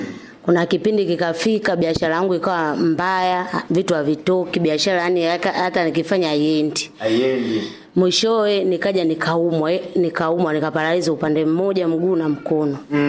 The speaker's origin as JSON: {"language": "Swahili", "region": "Mtwara", "country": "Tanzania", "said": "Natokea mkoa wa Mtwara. nafanya biashara mazao."}